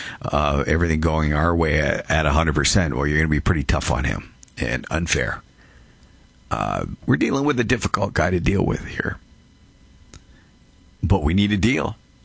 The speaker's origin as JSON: {"language": "English", "country": "Canada", "said": "as a Canadian"}